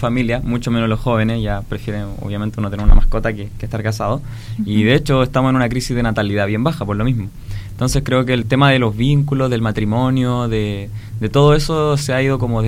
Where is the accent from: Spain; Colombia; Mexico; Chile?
Chile; Santiago, Santiago Metropolitan Region; Yo soy de Santiago de Chile, de la capital.